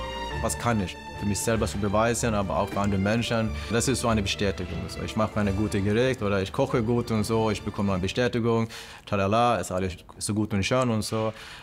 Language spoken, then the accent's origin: German; Sweden; German is a second language; moved away as an adult; also born or lived in South Korea; now in Andernach, Germany; Ich bin adoptiert vom Südkorea und aufgewachsen in Schweden. Klar, ich bin Schwede in meinem Herz irgendwie, aber auch nicht. Und das macht alles so kompliziert. Und jetzt bin ich in Deutschland seit 10 oder 11 Jahren.